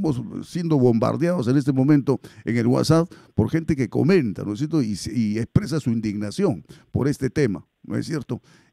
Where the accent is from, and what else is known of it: Peru